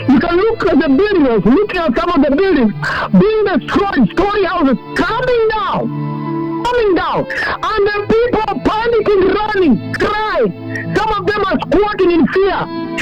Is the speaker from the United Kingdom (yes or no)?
no; Kenya; I really repent, even as a Kenyan, I really repent, that may the Lord have mercy on us.